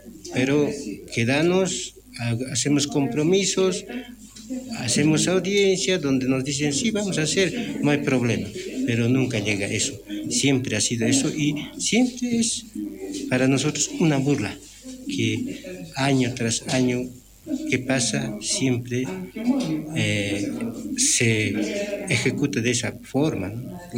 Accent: Oruro, Bolivia; soy del Ayllu San Agustín de Puñaca, soy ex mayco de este mi Ayllu

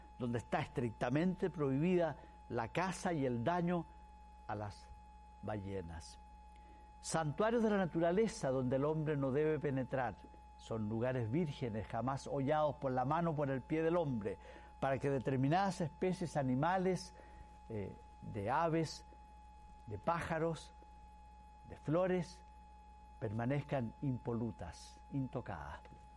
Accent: Chile; En mi país, Chile

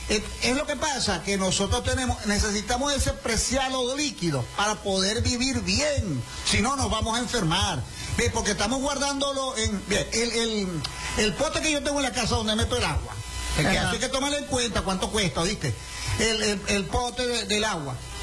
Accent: Venezuela; Yo le agradezco mucho la solidaridad, porque así somos los venezolanos, somos solidarios.

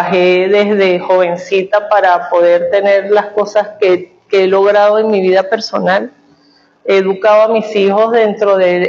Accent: Venezuela; como decimos los venezolanos

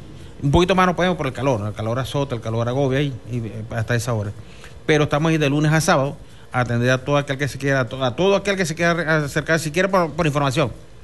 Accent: Venezuela; nosotros como venezolanos

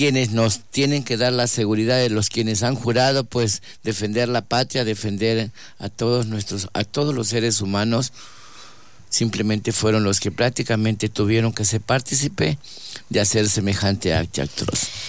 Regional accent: Sucumbíos, Ecuador; como Sucumbíos somos parte del Ecuador

